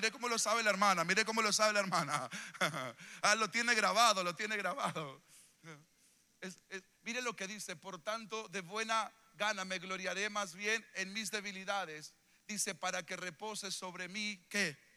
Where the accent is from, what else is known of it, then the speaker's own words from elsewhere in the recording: Argentina; en Argentina nosotros sacamos pecho como argentinos.